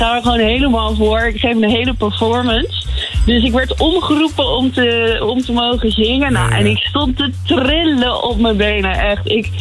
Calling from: Netherlands

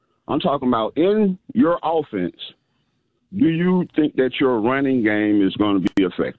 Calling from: Columbus, Georgia, United States; I'm from Columbus, Georgia

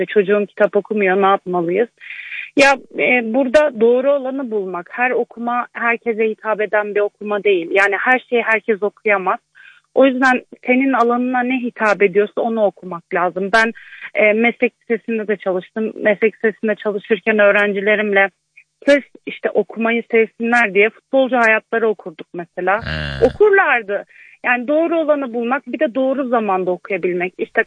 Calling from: Ankara, Turkey; Ankara'dan arıyorum. Sisli puslu Ankara'dan.

